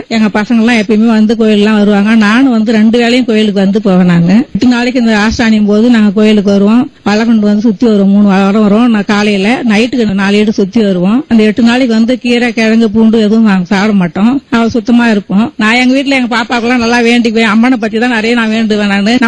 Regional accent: Nallur, Tamil Nadu, India; born there; moved away as an adult; நான் நல்லூர்ல பிறந்தேன். விடுக்கத்துல வந்து நான் கல்யாணம் பண்ணிருக்கேன். 46 வருஷம் ஆகுது நான் வந்து.

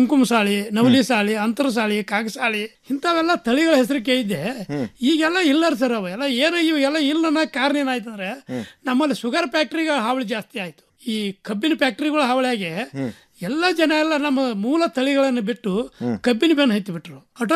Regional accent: Gundenahatti, Karnataka, India; ನಾನು ಬೆಳಗಾವಿ ಜಿಲ್ಲೆ ಖಾನಾಪುರ ತಾಲೂಕಿನ ಗುಂಡೇನಟ್ಟಿ ಗ್ರಾಮ.

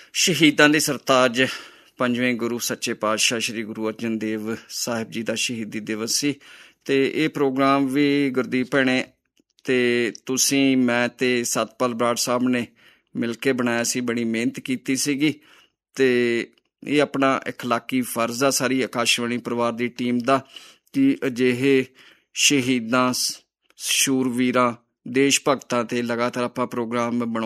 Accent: Malwa, India; born there; ਮੈਂ ਮਾਲਵੇ ਦੀ ਮਿੱਟੀ ਦੇ ਵਿੱਚ ਜਨਮ ਲਿਆ

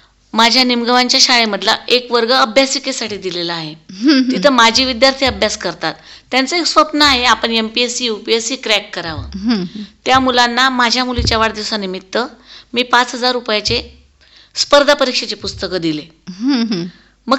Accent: Marwad, Maharashtra, India; माझं माहेर मारवड तिथं मी शिकली, त्याच शाळेत मी काही दिवस नोकरी पण केलेली.

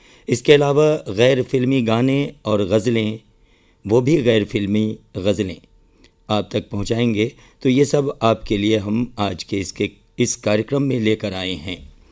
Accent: Bihar, India; तो जैसा कि हम सब उत्तरी बिहार के निवासी हैं

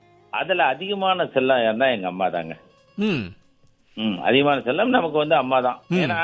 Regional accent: Tharamangalam, Tamil Nadu, India; moved away; எங்க ஊர்ல தாரமங்கலம் சேலம் மாவட்டத்தில் நான் அங்க இருந்தேன், எங்க சொந்த ஊரு.

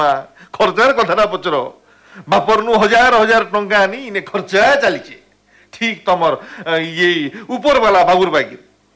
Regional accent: Dhuma Bhata, Odisha, India; ମୁଇଁ, ମୋର ଘର ସମ୍ବଲପୁର ଜିଲ୍ଲା ମେଲଛାମୁଣ୍ଡା ଥାନା ଧୁମା ଭଟ ଗାଁ।

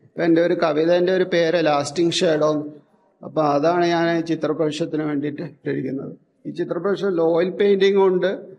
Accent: Lakshadweep, India; also born or lived in Kozhikode, India; ഞാൻ ലക്ഷദ്വീപിലാണ് വളർന്നത്. അച്ഛൻ അവിടെ PWD ജോലി ചെയ്തത്.

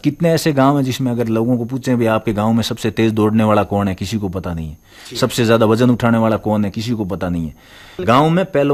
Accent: Nagaur, Rajasthan, India; यहाँ नागौर का मेरा गांव कालड़ी है

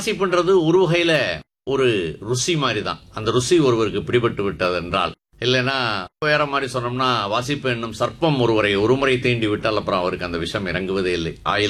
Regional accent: Madurai, Tamil Nadu, India; அப்போ தலாகுளம் தான் என்னுடைய பூர்வீகம். நான் படித்ததெல்லாம் பெரும்பாலும் தலாகுளத்தில் படித்தேன்.

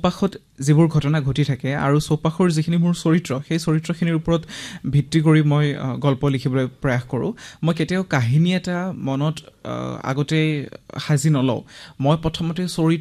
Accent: Punia, Assam, India; মোৰ জন্ম হৈছিল তামোলপুৰ জিলাৰ পুনিয়া নামৰ এখনি অকণমানি সৰু সেউজীয়া গাঁও। মই হাইস্কুল শিক্ষান্ত পৰীক্ষালৈকে সেইখন গাঁৱতে থাকি ডাঙৰ দীঘল হ'লোঁ

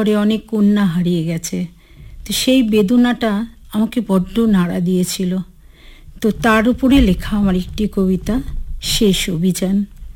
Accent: Durgapur, West Bengal, India; যেহেতু আমি 25 বছর ধরে, 25 না 30 বছর আমি উত্তরবঙ্গেতে আছি। আমি দক্ষিণবঙ্গের মেয়ে এবং আমি দুর্গাপুরের মেয়ে।

